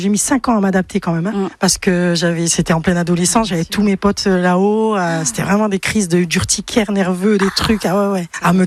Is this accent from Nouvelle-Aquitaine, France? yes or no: yes; Bayonne, Nouvelle-Aquitaine, France; j'ai 50 ans et je suis de Bayonne.